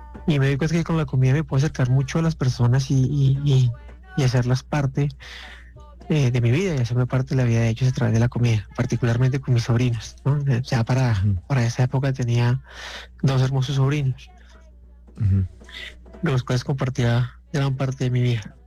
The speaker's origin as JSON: {"language": "Spanish", "region": "Bogotá", "country": "Colombia", "tie": "born there", "said": "yo nací en Bogotá. Ajá. Una familia tradicional. Y pues nada, afortunadamente, a Dios gracias, crezco alrededor de Colombia."}